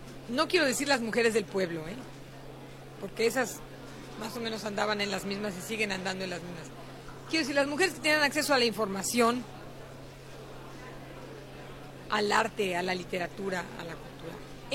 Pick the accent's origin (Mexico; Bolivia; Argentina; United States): Mexico